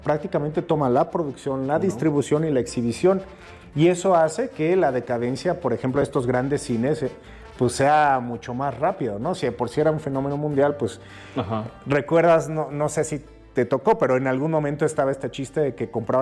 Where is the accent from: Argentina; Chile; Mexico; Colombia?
Mexico; la admiración por uno mismo como mexicano